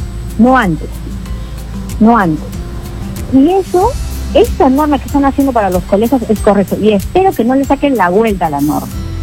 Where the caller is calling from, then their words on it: Lima, Peru; de Surco.